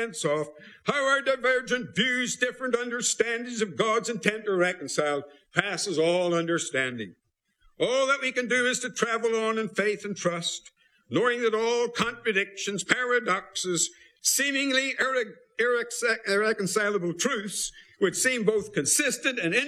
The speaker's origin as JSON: {"language": "English", "town": "Belfast", "region": "Northern Ireland", "country": "United Kingdom", "tie": "born or raised there", "said": "They had a funeral for him in Belfast, my hometown."}